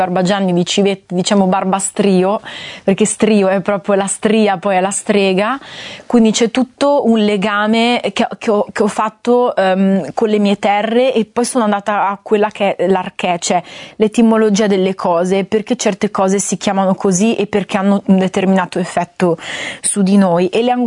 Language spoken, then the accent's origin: Italian; Friuli-Venezia Giulia, Italy; cantautrice anche lei più o meno delle mie parti, friulana